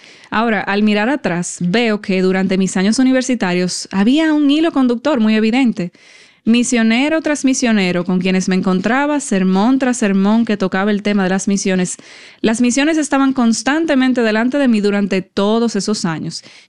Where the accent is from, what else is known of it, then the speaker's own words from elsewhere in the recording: United States; Como estadounidense, yo sé qué tan buena puede ser la vida